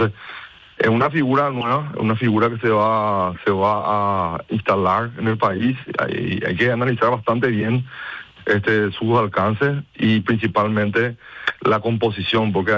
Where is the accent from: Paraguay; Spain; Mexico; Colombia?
Paraguay; O sea, es una realidad que nosotros tenemos que ser conscientes como paraguayos, que el tiempo se nos agota